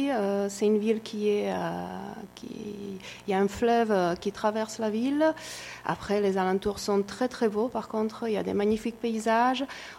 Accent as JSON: {"language": "French", "town": "Ústí nad Labem", "region": "Ústí nad Labem Region", "country": "Czechia", "tie": "born there", "second_language": "French", "moved": "yes", "said": "Alors, je suis née à Ústí nad Labem. C'est une ville qui se situe à nord-ouest de Prague, à peu près à 80 km. C'est plutôt proche de la frontière avec l'Allemagne."}